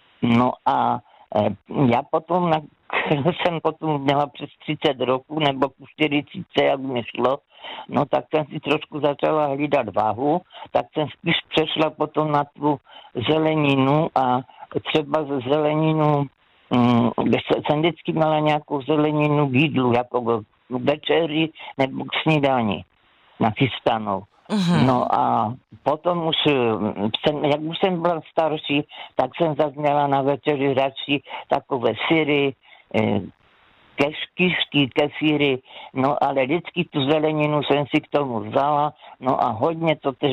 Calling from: Karviná, Moravian-Silesian Region, Czechia; Já jsem z Karviné. No a jak jsme byli děti, já jsem ročník 53

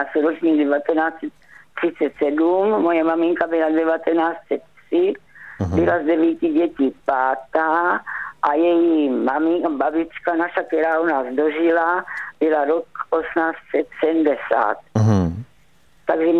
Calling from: Kunovice, Zlín Region, Czechia; accent: Kunovice dialect; když já jsem teda pocházám z Kunovic, mluvím s noma nářečím, ale v Kunovicích se mluvilo ještě ináč.

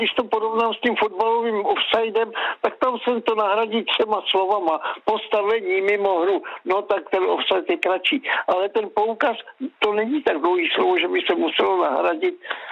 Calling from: Plzeň, Plzeň Region, Czechia

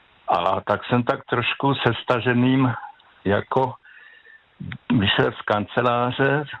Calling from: Central Bohemian Region, Czechia; Dobrý večer … jsem ze Středočeského kraje.

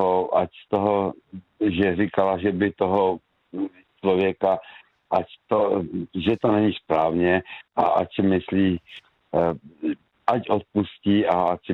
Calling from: Skotnice, Moravian-Silesian Region, Czechia; ze Skotnice

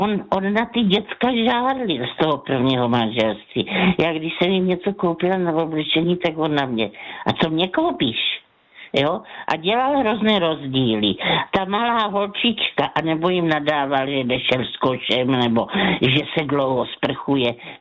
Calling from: Brno, South Moravian Region, Czechia

